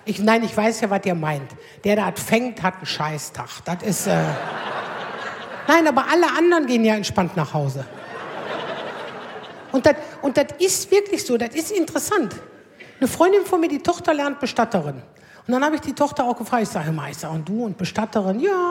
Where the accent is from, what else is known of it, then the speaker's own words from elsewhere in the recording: Aldekerk, North Rhine-Westphalia, Germany; ich komme aus Aldekerk